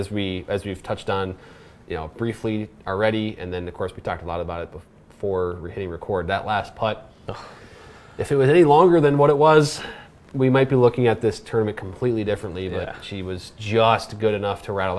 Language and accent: English; England, United Kingdom; And so, as a Englishman, I think you're kind of rooting for her to finally get over the top one of these times.